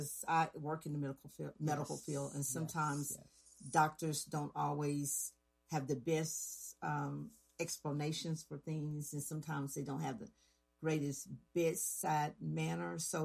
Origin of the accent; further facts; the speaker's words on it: Kentucky, United States; we're from Kentucky, both you and I.